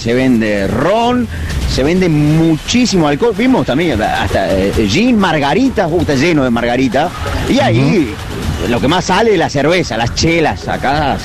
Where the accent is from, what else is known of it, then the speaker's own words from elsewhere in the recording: Argentina; somos de Argentina.